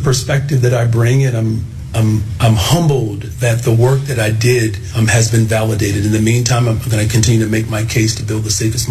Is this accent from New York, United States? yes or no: no; Chicago, Illinois, United States; But if that's the only thing as a Chicagoan, especially as a black Chicagoan, if that's the only coverage that you are experiencing